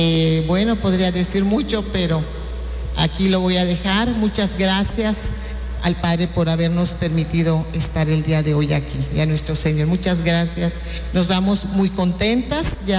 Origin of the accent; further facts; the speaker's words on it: Mexico; nosotros venimos de México, ¿verdad?